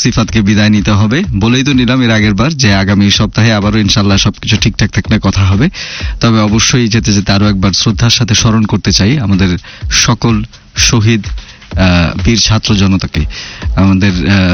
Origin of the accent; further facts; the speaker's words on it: Bangladesh; আমরা গর্ব নিয়ে বলি আমরা বাংলাদেশি এবং আমরা একটা সাহসী জাতি